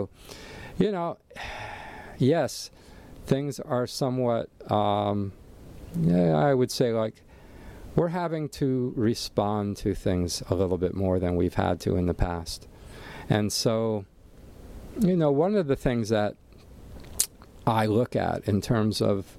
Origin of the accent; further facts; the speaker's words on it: Allentown, Pennsylvania, United States; now in Hawaii, United States; my hometown area back in Allentown, Pennsylvania, where I grew up